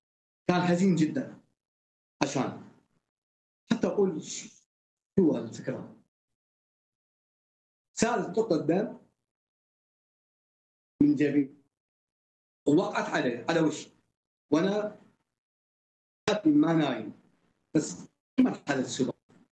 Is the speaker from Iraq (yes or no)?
yes; Iraq; احنا متعلمين عراقيين